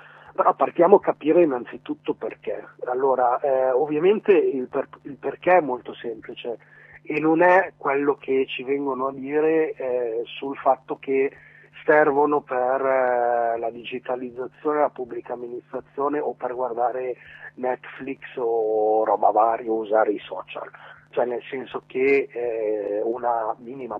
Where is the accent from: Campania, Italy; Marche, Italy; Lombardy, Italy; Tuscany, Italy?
Lombardy, Italy; Lacchiarella; Sì, io allora innanzitutto sono di Lacchiarella, che è un piccolo paese a sud di Milano che si trova esattamente tra Milano e Pavia